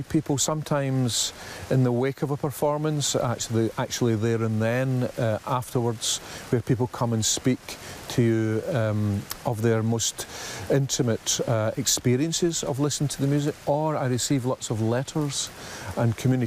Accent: Scotland, United Kingdom; both as a Scot and as a British composer

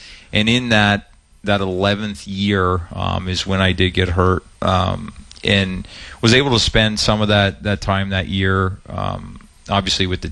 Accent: Ontario, Canada; born or raised there; accent: Canadian; now in United States

